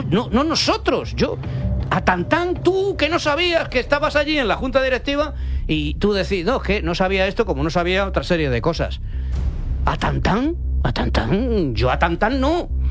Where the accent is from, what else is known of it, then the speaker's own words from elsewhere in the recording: Spain; Por nacimiento, como dice Federico, somos españoles, nacemos españoles y ya todo es nuestro.